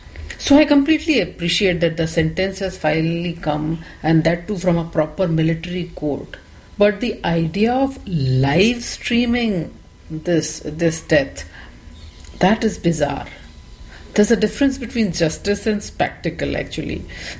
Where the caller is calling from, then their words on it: New Delhi, Delhi, India; I'm calling from New Delhi, India.